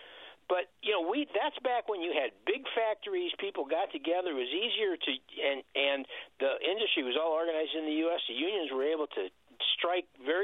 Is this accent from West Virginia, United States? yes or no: no; Detroit, Michigan, United States; I mean, I grew up in Detroit.